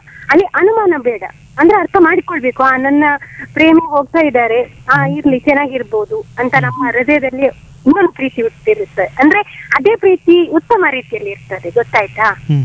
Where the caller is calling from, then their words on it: Karkala, Karnataka, India; ಕಾರ್ಕಳದಿಂದ.